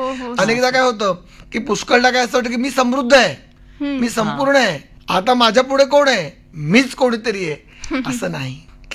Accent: Aurangabad, Maharashtra, India; आमच्या शेजारी औरंगाबादला माझं बरंचसं बालपण गेलं औरंगाबादला, आणि त्या ठिकाणी आमच्या शेजारी एक ग्रहस्थ होत

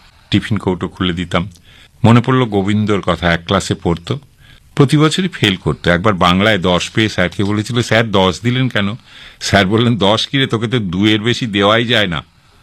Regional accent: Bhatpara, West Bengal, India; born or raised there

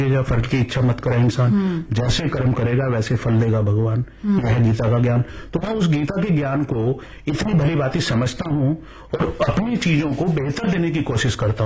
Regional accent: Delhi, India; born there; मैंने आपको बताया मैं दिल्ली में पैदा हुआ हूं but I belong to Himachal Pradesh Hamirpur district

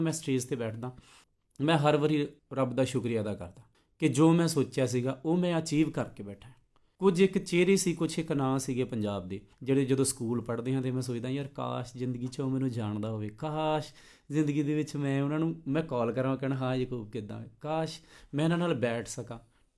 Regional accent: Punjab, India; ਮੈਂ ਤਰਨ ਤਾਰਨ ਜ਼ਿਲ੍ਹੇ ਦਾ, ਉਹ ਬਿਲਕੁਲ ਬਾਰਡਰ 'ਤੇ ਸਾਡਾ ਪਿੰਡ ਆ, ਹੈ ਨਾ

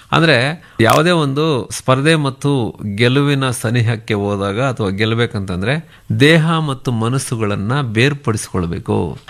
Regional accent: Birmanahalli, Karnataka, India; ನನ್ನ ಬೀರ್ಮಾನಹಳ್ಳಿ ನನ್ನ ಗ್ರಾಮಕ್ಕೆ

